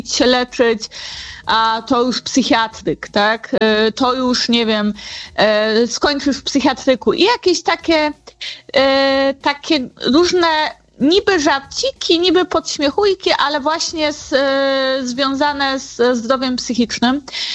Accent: Rybnik, Silesian Voivodeship, Poland; Ja się wychowywałam w zasadzie kawałeczek od szpitala psychiatrycznego w Rybniku

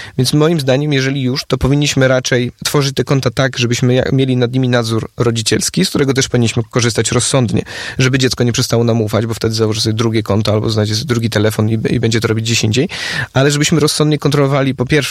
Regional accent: Warsaw, Masovian Voivodeship, Poland; Ja jestem z Warszawy

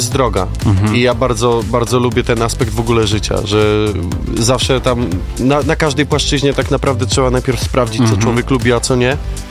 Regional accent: Łódź, Łódź Voivodeship, Poland; jestem bardzo dumny z tego, że jestem z Łodzi. Mm-hmm. I nie wyobrażam sobie żyć chyba poza moim miastem na ten moment.

